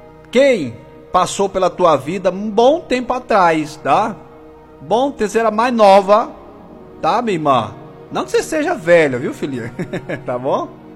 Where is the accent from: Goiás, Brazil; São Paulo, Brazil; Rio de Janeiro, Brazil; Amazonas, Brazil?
Goiás, Brazil; Goiânia; Bom dia, pastor. … sou de Goiânia.